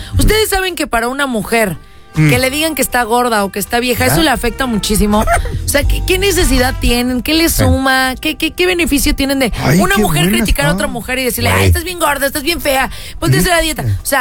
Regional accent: Mexico; Las dos somos mexicanas.

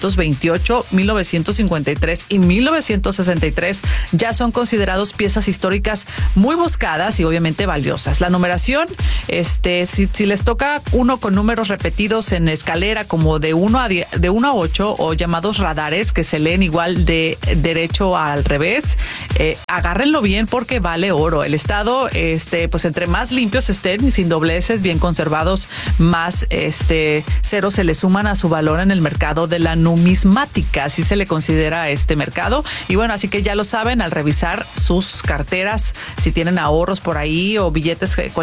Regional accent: Sinaloa, Mexico; now in United States; como decimos en mi tierra en Sinaloa

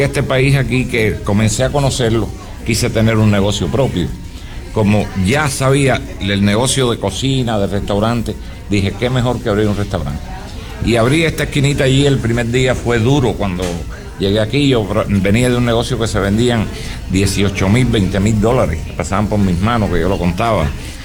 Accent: Pinar del Río, Cuba; moved away as an adult; decirte que unos pinareños yo lo llevo con honor. Te digo, donde yo llego, yo digo que soy de Pinar del Río.

